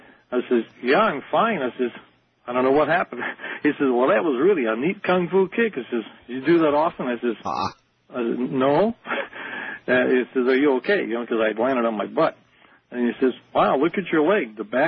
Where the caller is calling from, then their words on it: Kailua, Hawaii, United States; Yeah, this is … I'm calling from Kailua, Hawaii.